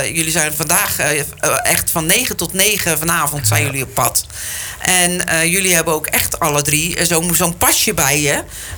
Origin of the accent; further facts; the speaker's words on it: Rotterdam, South Holland, Netherlands; Nou is dat natuurlijk, wij zeiden het al, we zijn geboren getogen in Rotterdam.